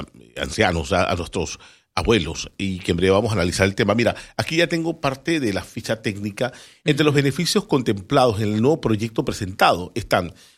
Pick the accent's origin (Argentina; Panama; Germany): Panama; Tocumen, Panamá; yo que vengo de Tocumen, en donde los lotes son lotes muy grandes porque es un área rural.